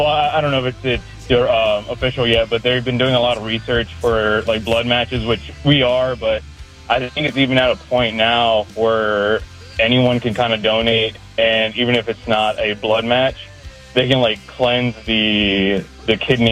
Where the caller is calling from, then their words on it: Richmond, Virginia, United States; I'm from Richmond.